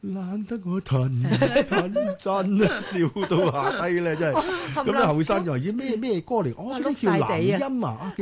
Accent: Hong Kong; 我哋小学嘅时候、中学嘅时候嗰、那个年代仲未回归。

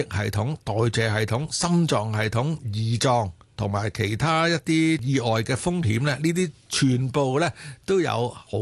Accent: China; 咁因为健康中国嚟讲都知道我哋中国人咧14亿嘅市民啦

